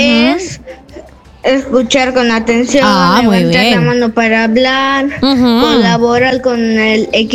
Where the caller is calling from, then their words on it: Pichanaki, Junín, Peru; soy de Pichanaki.